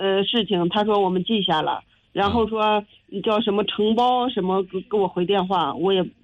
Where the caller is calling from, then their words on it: Xingtai, Hebei, China; 我是邢台市的。